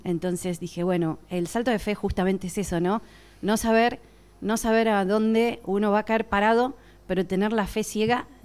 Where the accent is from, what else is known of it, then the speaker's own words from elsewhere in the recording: Argentina; moved away as an adult; also born or lived in Australia; now in Capilla del Monte, Argentina; volver a la Argentina